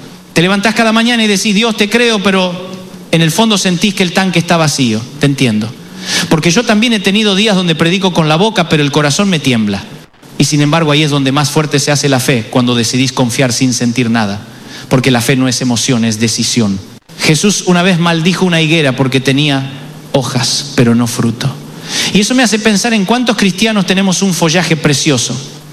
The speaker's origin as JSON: {"language": "Spanish", "region": "Buenos Aires", "country": "Argentina", "tie": "born or raised there", "said": "cuando era chico, allá en Buenos Aires"}